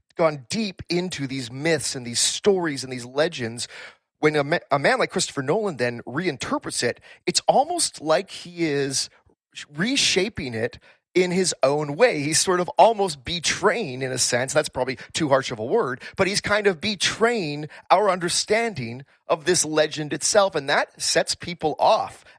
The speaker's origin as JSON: {"language": "English", "town": "North Vancouver", "region": "British Columbia", "country": "Canada", "tie": "born or raised there", "said": "I can't get them in any of the good theaters in my hometown of North Vancouver, British Columbia."}